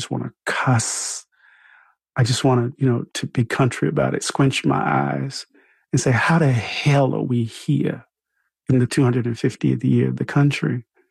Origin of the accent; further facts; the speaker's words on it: Mississippi, United States; I'm from Mississippi. Jimmy had to make his way to Mississippi.